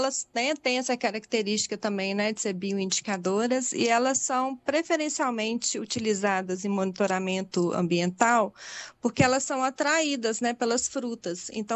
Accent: Belo Horizonte, Minas Gerais, Brazil; now in Espírito Santo, Brazil; Eu sou de Belo Horizonte.

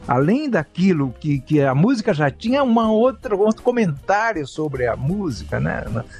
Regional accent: Brazil; Assim, para mim, abriu um outro universo de compreensão do que nós somos enquanto brasileiros.

